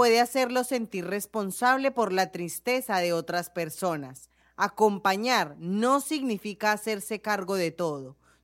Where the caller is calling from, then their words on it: Río Hato, Coclé, Panama; de Río Hato.